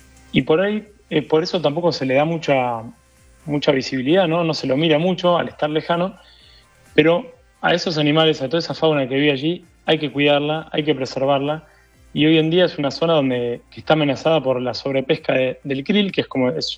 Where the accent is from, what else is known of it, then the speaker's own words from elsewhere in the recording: Buenos Aires, Argentina; Somos de la costa. De la costa. Buenos Aires.